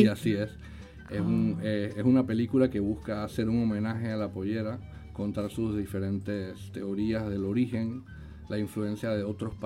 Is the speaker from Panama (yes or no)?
yes; Panama